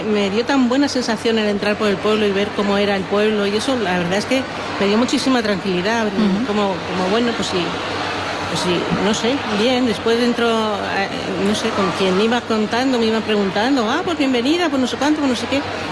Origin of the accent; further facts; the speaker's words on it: Madrid, Community of Madrid, Spain; accent: madrileño; moved away as an adult; now in Pulpí, Spain; con un deje madrileño